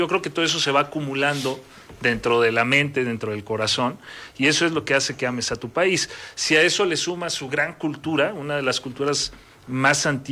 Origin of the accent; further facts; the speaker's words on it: Jalisco, Mexico; Yo soy de Jalisco.